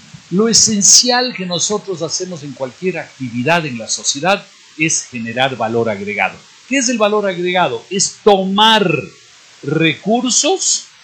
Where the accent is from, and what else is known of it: Ecuador